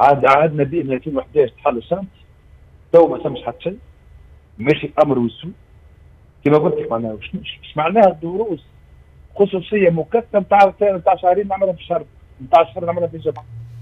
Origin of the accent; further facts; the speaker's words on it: Tunisia; كما نشوفوها نحن اليوم اللي عندنا في تونس